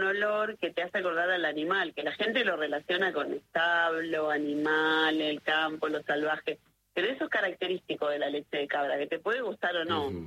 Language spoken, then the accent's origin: Spanish; Argentina